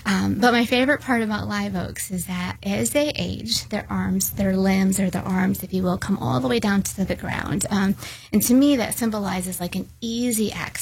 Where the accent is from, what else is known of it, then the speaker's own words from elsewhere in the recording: Florida, United States; I remember as a kid growing up in Florida, I didn't really like them.